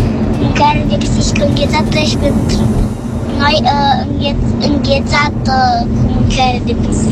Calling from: Urleta, Prahova, Romania; din Urleta, am 6 ani.

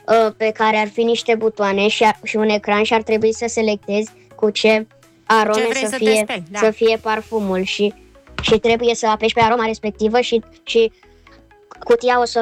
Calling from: Bucharest, Romania; din București, am 9 ani

